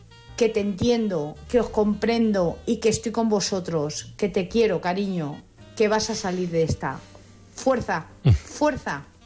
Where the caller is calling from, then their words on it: Madrid, Community of Madrid, Spain; de Madrid.